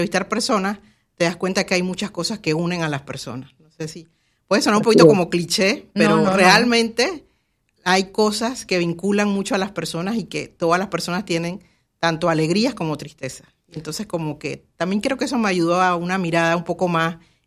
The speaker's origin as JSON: {"language": "Spanish", "region": "San Miguelito", "country": "Panama", "tie": "born or raised there", "said": "yo crecí en San Miguelito"}